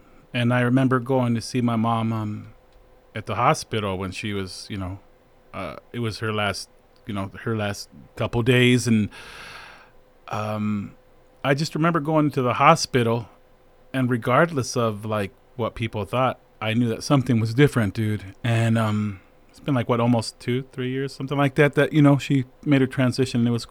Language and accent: English; San Jose, California, United States; a good friend of mine that I grew up in San Jose with, Arturo Garzas.